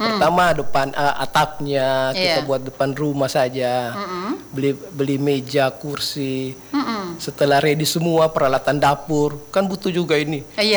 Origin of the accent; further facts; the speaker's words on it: Central Sulawesi, Indonesia; kita kan asli Kaili memang